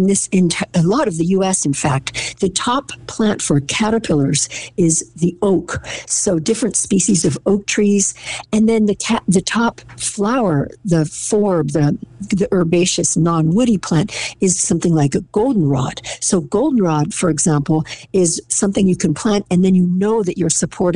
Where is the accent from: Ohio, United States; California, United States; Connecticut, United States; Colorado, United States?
California, United States; also born or lived in Philadelphia; In fact, I was born in Philadelphia and lived outside of Philadelphia. And then my family, my mother and father moved us to California when I was about 10, but I always wanted to come back to the East Coast.